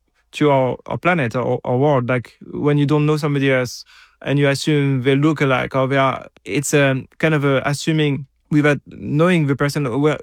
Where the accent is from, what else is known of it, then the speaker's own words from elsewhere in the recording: Paris, Île-de-France, France; I grew up in Paris, listening to your music, to your records, early on when I was studying at the conservatory